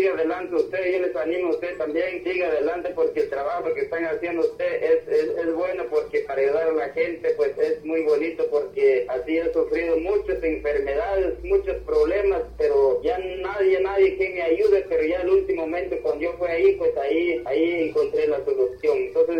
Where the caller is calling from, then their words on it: Joyabaj, Quiché, Guatemala; porque yo soy de Joyabar.